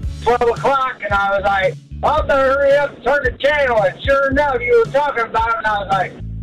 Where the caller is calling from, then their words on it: Hopkinsville, Kentucky, United States; Hopkinsville, Kentucky.